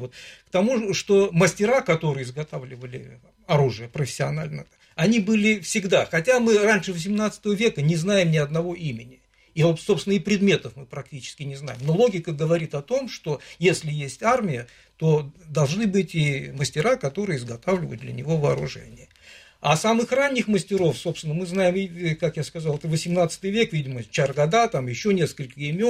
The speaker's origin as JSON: {"language": "Russian", "town": "Khurukra", "region": "Dagestan", "country": "Russia", "tie": "born or raised there", "said": "Да. Да. Мое родное село."}